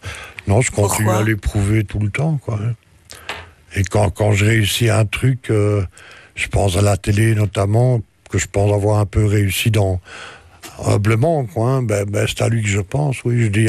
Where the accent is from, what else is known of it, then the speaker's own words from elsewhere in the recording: Belgium; now in Etterbeek, Belgium; Assez fier surtout en tant que Belge